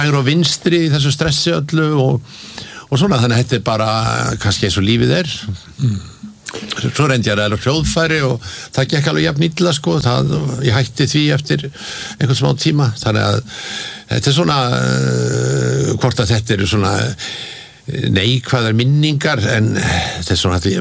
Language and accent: Icelandic; Reykjavík, Capital Region, Iceland; Já, ég sko alveg upp í Laugarneskverfinu og, og og hérna bjóð þar þegar ég var ungur maður